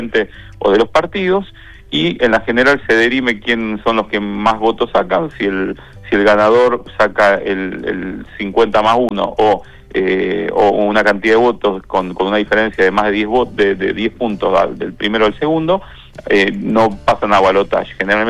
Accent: Rosario, Santa Fe, Argentina; Sería para nuestra ciudad, para nuestra provincia, y eso que no soy ni de Central ni de Newell

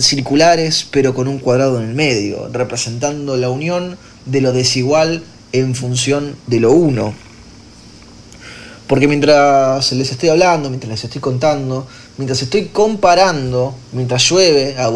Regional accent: Argentina

